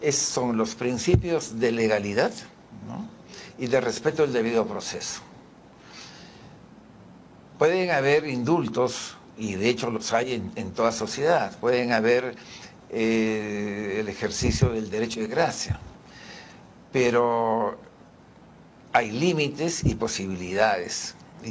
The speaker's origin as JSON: {"language": "Spanish", "country": "Peru"}